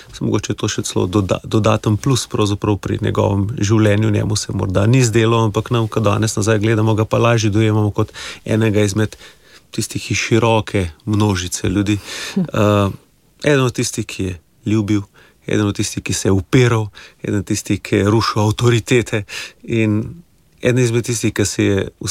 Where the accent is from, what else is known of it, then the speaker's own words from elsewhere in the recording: Borovnica, Central Slovenia, Slovenia; born there; Rad rečem, da sem vrhniški občan bil od rojstva, pa se je nekoč odločil vršenčani, da coklarjo namarajo, pa so nas vrgli ven iz občine, imamo svojo občino danes, jaz sem iz Borunice.